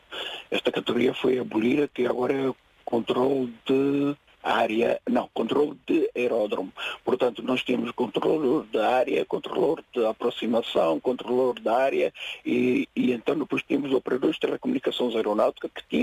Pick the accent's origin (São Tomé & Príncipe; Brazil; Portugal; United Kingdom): São Tomé & Príncipe; São Tomé; Eu sou originário de São Tomé.